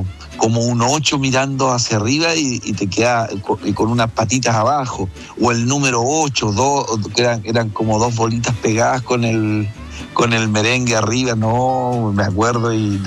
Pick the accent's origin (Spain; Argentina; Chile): Chile; Villa Alegre, Maule; now in Santiago, Chile; Y me vine de la zona de Villa Alegre a estudiar a Santiago.